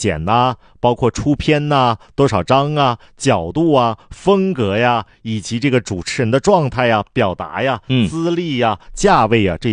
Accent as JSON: {"language": "Chinese", "town": "Harbin", "region": "Heilongjiang", "country": "China"}